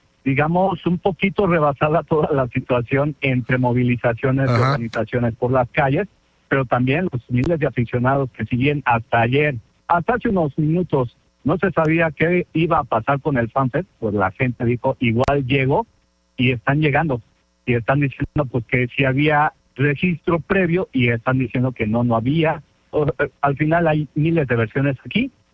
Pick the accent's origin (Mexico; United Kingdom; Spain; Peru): Mexico; Como mexicano, pues bueno, pues que gane México.